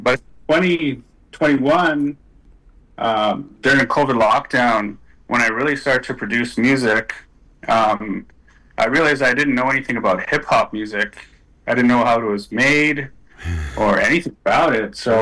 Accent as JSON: {"language": "English", "town": "Orange", "region": "Saskatchewan", "country": "Canada", "said": "I'm originally from Orange, Saskatchewan, Treaty 6 territory."}